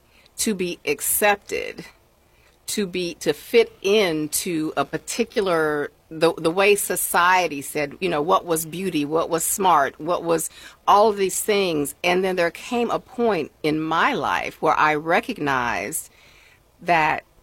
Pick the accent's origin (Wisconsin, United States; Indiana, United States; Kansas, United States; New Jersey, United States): Indiana, United States; moved away as an adult; I'm from Indiana.